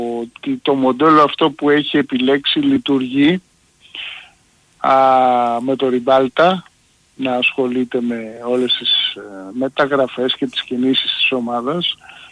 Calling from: Sounio, Attica, Greece; Καλησπέρα, είμαι ο από το Σούνιο και είμαι αεκάρα.

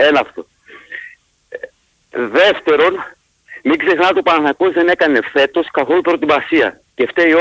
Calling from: Stuttgart, Baden-Württemberg, Germany; Ένα τελευταίο από Στουγκάρδη.

